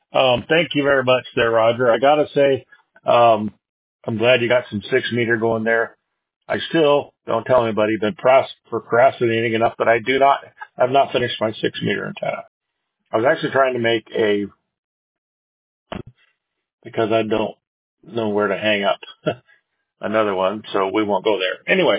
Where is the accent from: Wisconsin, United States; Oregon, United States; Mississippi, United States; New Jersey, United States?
Oregon, United States; Portland; born there; also born or lived in Grants Pass / Redmond; I was born in Portland. I've lived all up and down, pretty much near I-5, including fairly far south, like Grants Pass, which is almost near Medford, so not too far from the California border.